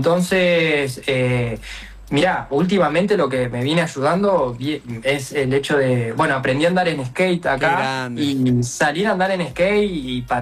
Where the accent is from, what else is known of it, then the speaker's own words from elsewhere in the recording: Argentina; moved away as an adult; en mi caso o en nuestro caso como argentinos